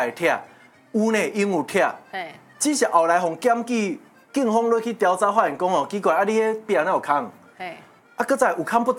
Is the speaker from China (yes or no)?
no; Taiwan; 包括我们台湾人也是啊